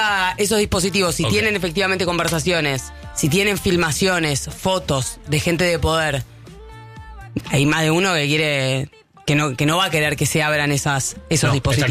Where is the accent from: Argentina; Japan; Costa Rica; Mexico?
Argentina